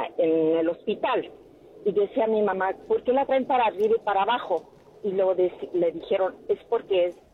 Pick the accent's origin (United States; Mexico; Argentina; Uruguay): United States; Los Angeles, California; born there; now in Claremont, United States; cuando yo nací en Los Ángeles